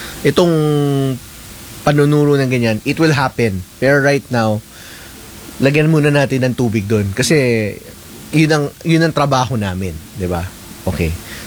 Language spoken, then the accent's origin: Tagalog; Bulacan, Central Luzon, Philippines; Taga-Bulacan ako